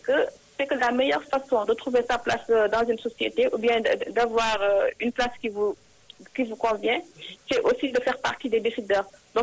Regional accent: Dakar, Senegal; moved away as an adult; Donc, je suis née à Dakar et j'ai grandi à Dakar. Donc, quand j'ai obtenu mon université Gaston Berger de Saint-Louis, en sociologie, et après, j'ai voyagé en France pour poursuivre mes études.

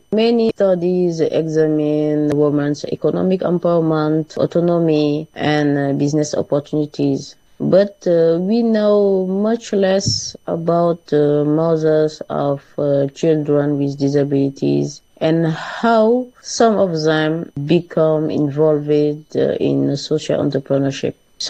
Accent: Senegal; accent: French accent; first language French; English is a second language

